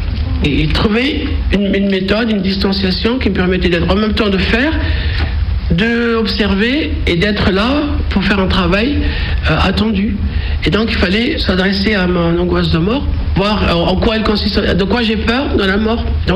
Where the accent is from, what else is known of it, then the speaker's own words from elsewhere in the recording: Skikda, Skikda Province, Algeria; born there; Je suis née en Algérie, à Skida, en 1963, ex-Philippeville.